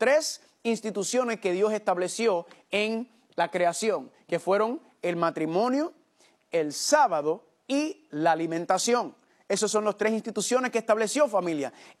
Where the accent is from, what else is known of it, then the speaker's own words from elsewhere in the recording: Puerto Rico; Yo soy de Puerto Rico